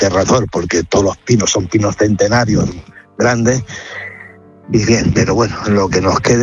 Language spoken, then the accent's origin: Spanish; Casillas, Spain; yo soy de Casillas, un pueblo de aquí al lado, y empecé a apagar fuego con 10 años.